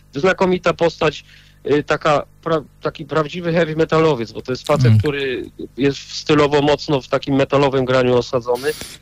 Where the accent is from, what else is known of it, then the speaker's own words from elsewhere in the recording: Bochnia, Lesser Poland, Poland; ja akurat jestem z Bochni